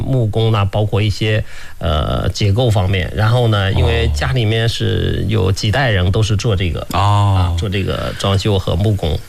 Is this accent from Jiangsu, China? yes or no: yes; Lianyungang, Jiangsu, China; 因为土生土长的。新浦人